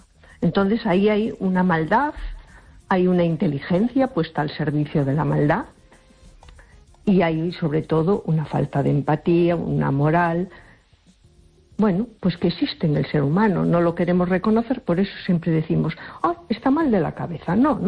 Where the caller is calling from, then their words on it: A Coruña, Galicia, Spain; de Coruña.